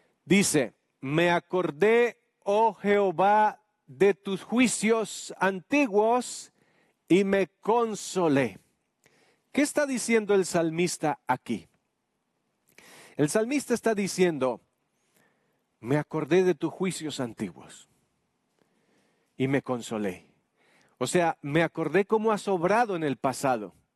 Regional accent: Colombia; decimos en mi tierra, Colombia.

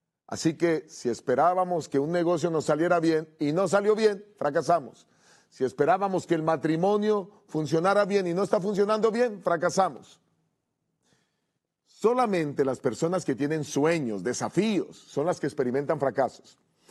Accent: Bogotá, Colombia; la ciudad donde yo estudiaba, en mi país, en la ciudad de Bogotá, en Colombia

